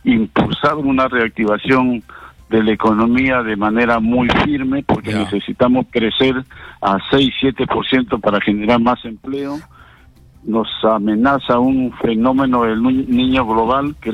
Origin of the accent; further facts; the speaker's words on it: Peru; como todo peruano democrático, tenemos que reconocer esa victoria